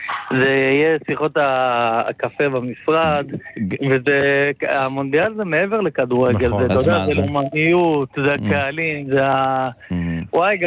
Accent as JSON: {"language": "Hebrew", "town": "Holon", "region": "Tel Aviv District", "country": "Israel", "tie": "born there", "lives_now": "Jerusalem, Israel", "said": "אני יליד חולון. חולון, עברתי לירושלים לפני 8 שנים."}